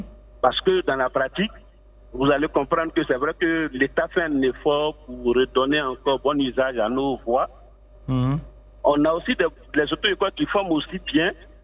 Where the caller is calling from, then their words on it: Abidjan, Côte d’Ivoire; Je vous appelle de Cocody.